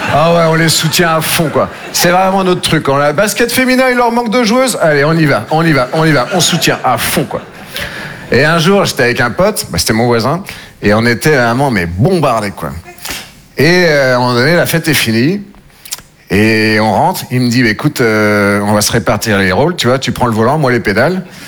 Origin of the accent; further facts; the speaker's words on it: Nouvelle-Aquitaine, France; Moi, je viens des Deux-Sèvres. Je ne sais pas si vous connaissez. Entre la Vienne et la Vendée.